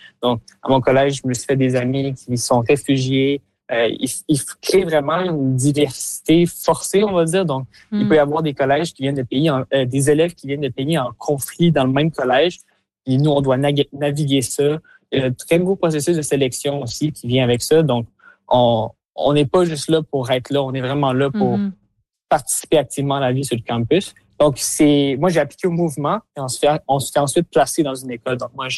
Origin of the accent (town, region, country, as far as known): Quebec City, Quebec, Canada